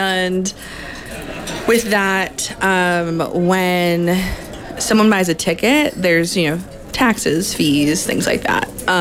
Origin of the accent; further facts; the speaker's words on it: Chicago, Illinois, United States; accent: Chicago; My Chicago accent often comes out while I'm doing it